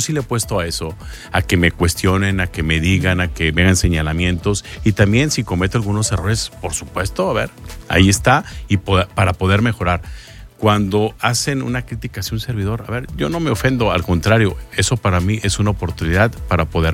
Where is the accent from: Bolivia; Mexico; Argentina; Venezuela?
Mexico; lo que hoy requerimos como mexicanos y como nación